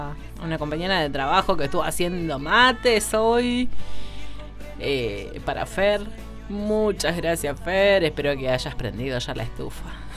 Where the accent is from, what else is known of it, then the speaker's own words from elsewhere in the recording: Orán, Salta, Argentina; moved away; el río Bermejo y está Bermejo del otro lado, que ya es Bolivia. Así que nosotros nos criamos ahí entre chalanas y ríos, pescando y arrastrando así la R.